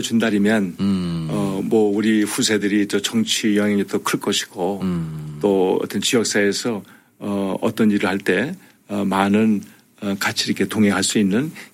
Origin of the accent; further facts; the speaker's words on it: South Korea; now in United States; 우리 한인들이 우리 대한민국 사람으로서 미국 살면서 한인들의 위상을 높여주고